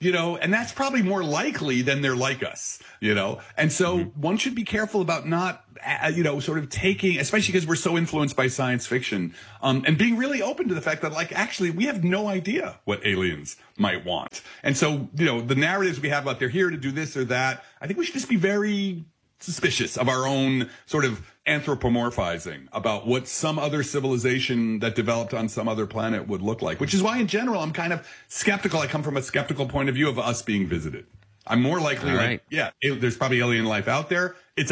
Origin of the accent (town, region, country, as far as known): Belleville, New Jersey, United States